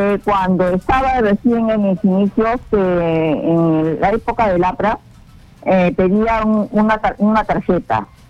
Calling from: Lima, Peru; de Chorrillos.

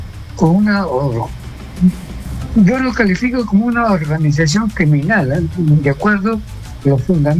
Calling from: Lima, Peru; yo vivo en San Martín de Torres, pero a veces viajo para la parte de Ancópez

